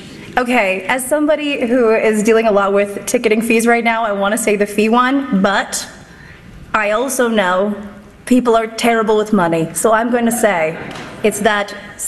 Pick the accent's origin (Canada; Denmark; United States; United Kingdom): Canada; No, no. So, and I'm Canadian, so it's even worse.